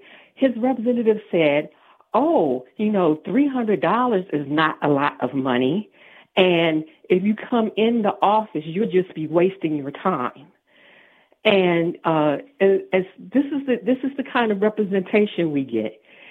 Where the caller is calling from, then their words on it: Baltimore, Maryland, United States; in Baltimore.